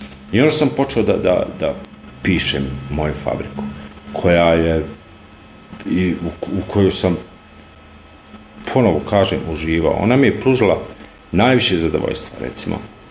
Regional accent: Zenica, Federation of Bosnia and Herzegovina, Bosnia & Herzegovina; Ja sam rastao u Zenici

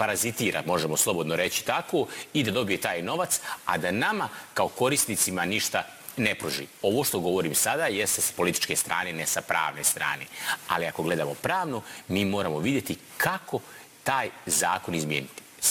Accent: Republika Srpska, Bosnia & Herzegovina; ali u velikoj većini prema nama koji dolazimo iz Republike Srpske, on se često odnose kao građanima drugog reda

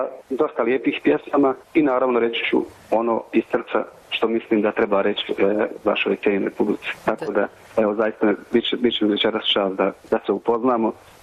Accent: Kozarac, Republika Srpska, Bosnia & Herzegovina; born there; also born or lived in Vienna, Austria; Pa evo, ja sam rođen u Kozarcu, znači kod Prijedora.

